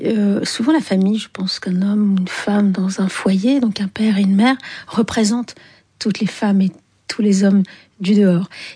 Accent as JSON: {"language": "French", "town": "Algiers", "region": "Algiers Province", "country": "Algeria", "tie": "born or raised there", "said": "je sais qu'à chaque fois on me raccorde à l'Algérie parce que j'ai grandi à Alger, qui était un pays très viril, masculin."}